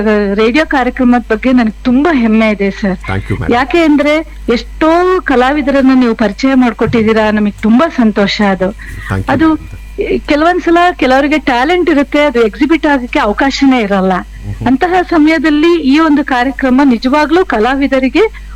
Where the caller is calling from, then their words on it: Bengaluru, Karnataka, India; ಬೆಂಗಳೂರಿಂದ